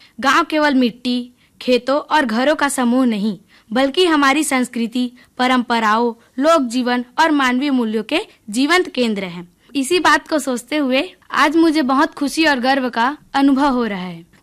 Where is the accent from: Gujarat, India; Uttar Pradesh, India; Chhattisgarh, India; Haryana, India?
Chhattisgarh, India; Bilaspur district; दोस्तों मेरे गांव का नाम पौड़ी है। यह बिलासपुर जिले से 33 किलोमीटर की दूरी में स्थित एक सुंदर शांत और प्राकृतिक सौंदर्य से परिपूर्ण है। ये महामाया की नगरी रतनपुर से 10 किलोमीटर की दूरी पर स्थित है।